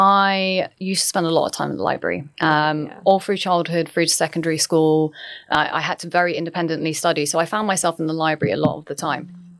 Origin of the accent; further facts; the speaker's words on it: England, United Kingdom; We came from a very kind of privileged background growing up in the Western world, particularly outside of London.